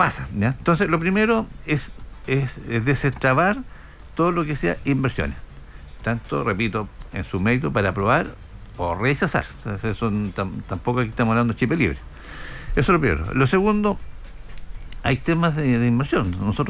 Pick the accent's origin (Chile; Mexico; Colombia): Chile; Coihueco, Ñuble; yo soy de Coihueco